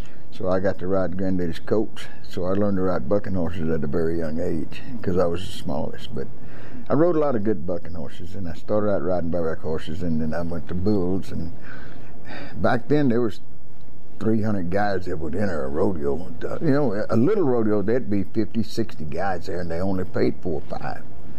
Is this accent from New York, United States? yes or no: no; Blanco, Texas, United States; being raised in Blanco, Texas, back off in the woods right there